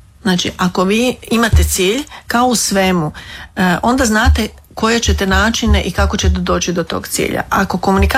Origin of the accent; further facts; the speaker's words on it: Slavonia, Croatia; Kao što se kod mene možda ne čuje toliko, jer sam odrasla u Slavoniji, gdje se govori, gdje i naglasci nisu toliko izraženi.